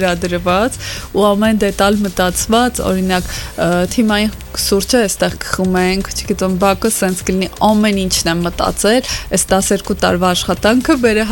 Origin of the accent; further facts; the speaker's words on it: Gyumri, Shirak, Armenia; դե ես Գյումրիում եմ ծնվել, մեծացել Գյումրիում, եմ դպրոց գնացել, հետո եկել եմ Երևան Գեղարվեստի ակադեմիայում ընդունվել